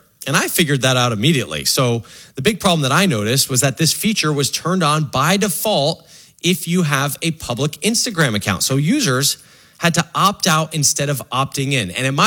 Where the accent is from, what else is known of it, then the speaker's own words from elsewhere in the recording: New Jersey, United States; I am from New Jersey, and I figured it would be a good idea to make the ultimate pilgrimage as a former New Jersey resident